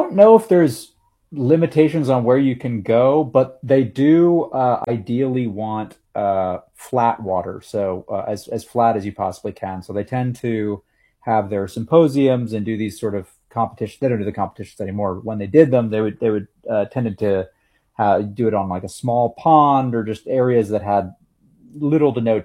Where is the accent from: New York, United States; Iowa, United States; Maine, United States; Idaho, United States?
Maine, United States; I'm from Maine originally, and I went home for what was supposed to be a long weekend in March of 2020.